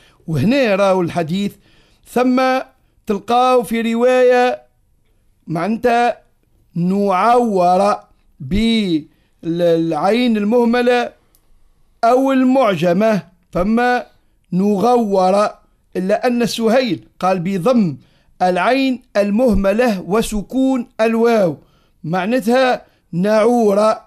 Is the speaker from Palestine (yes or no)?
no; Tebourba, Manouba, Tunisia; إحنا عندنا في تونس عائلة المزي في طبربة